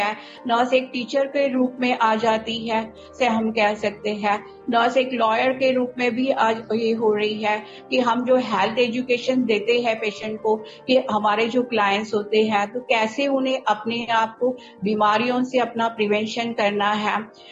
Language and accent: Hindi; Mumbai, Maharashtra, India; तो मैं तो महाराष्ट्र मुंबई से बिलोंग करती हूँ